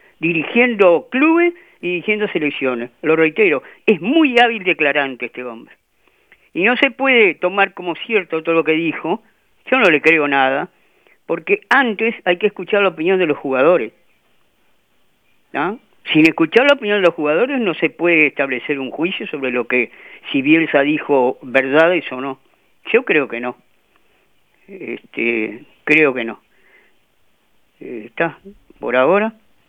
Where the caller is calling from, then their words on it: Montevideo, Uruguay; de Malvin.